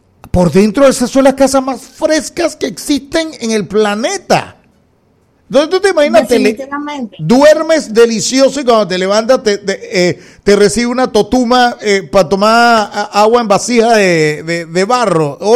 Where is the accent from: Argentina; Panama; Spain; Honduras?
Panama